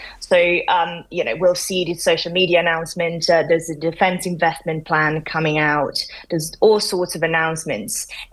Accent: Italy; moved away; Italy, which is my home country.

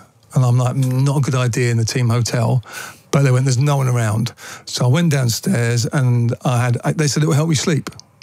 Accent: Southend-on-Sea, East of England, United Kingdom; also born or lived in Billericay; I was born in 1970. I grew up in Southend-on-Sea in Essex. I was born in Billericay, famous for

